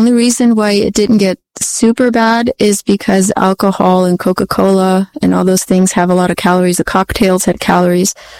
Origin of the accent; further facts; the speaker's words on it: Germany; moved away; I grew up in Germany and I went to school in Germany as well.